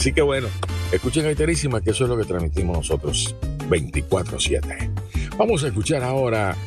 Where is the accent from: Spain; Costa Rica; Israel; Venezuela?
Venezuela; moved away; cuando yo me fui de Venezuela, mi papá me dijo que por favor rezara todos los días